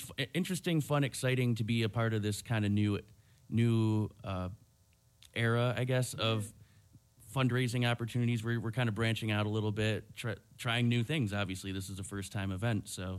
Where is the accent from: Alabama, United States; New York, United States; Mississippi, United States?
New York, United States; Jamestown; Jamestown, New York. That's my hometown.